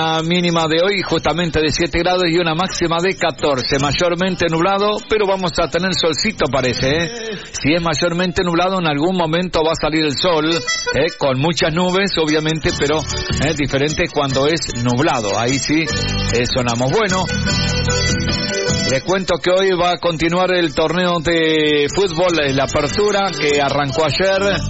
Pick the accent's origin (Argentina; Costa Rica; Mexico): Argentina; nosotros somos argentinos